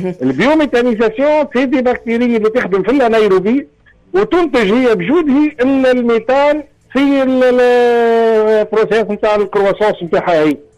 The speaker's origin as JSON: {"language": "Arabic", "country": "Tunisia", "said": "عندنا في تونس"}